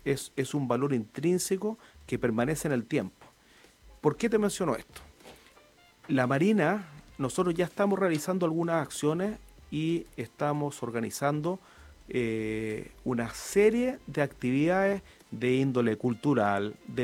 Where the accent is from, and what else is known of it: Chile